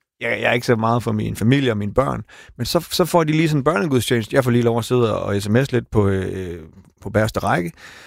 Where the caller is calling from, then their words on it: Aalborg, North Denmark Region, Denmark; det er jeg jo fra Aalborg.